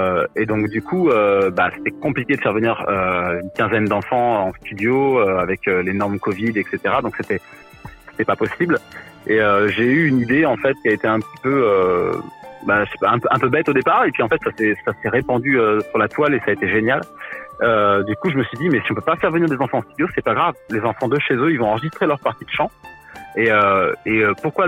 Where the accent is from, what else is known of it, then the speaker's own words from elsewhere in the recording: Sevran, Île-de-France, France; Mon enfance à Sevran, dans le 93.